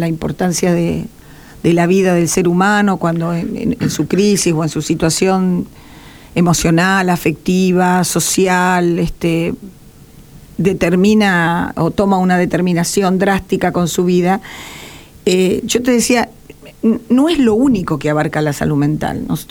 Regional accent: Rosario, Santa Fe, Argentina

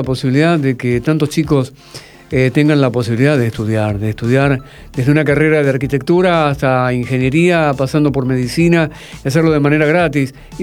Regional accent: Argentina

